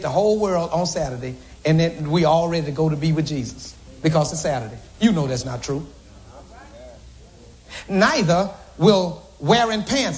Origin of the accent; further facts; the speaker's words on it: Stony Hill, Saint Andrew, Jamaica; I'm from Stony Hill.